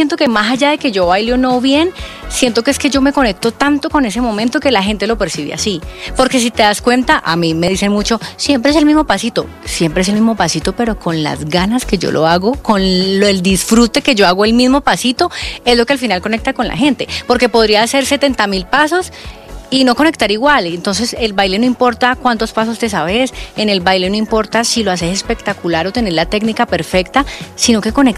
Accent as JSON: {"language": "Spanish", "country": "Colombia", "moved": "yes", "said": "el vallenato ya no te suena igual que como en Colombia, porque como estás afuera te suena, es como mi tierra, sí, como que cuando estamos fuera de nuestro país, uno valora mucho más todo lo de su país."}